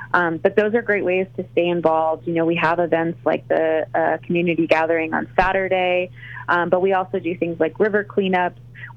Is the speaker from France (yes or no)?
no; New Mexico, United States; born or raised there